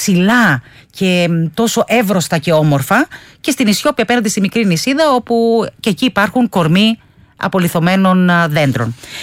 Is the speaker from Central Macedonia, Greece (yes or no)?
no; North Aegean, Greece; Εσύ λοιπόν τώρα είσαι στο Σίγρη της Λέσβου, εκεί στην πατρίδα μου, ένα χωριό μετά το δικό μου